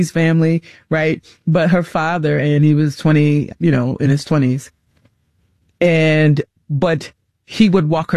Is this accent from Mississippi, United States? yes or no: yes; Mississippi, United States; So, and I'm originally from Mississippi.